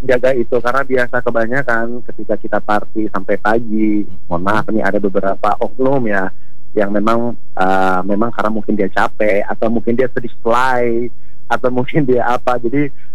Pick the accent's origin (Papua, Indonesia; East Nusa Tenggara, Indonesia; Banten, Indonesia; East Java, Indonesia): East Nusa Tenggara, Indonesia; Belu; kita orang Belu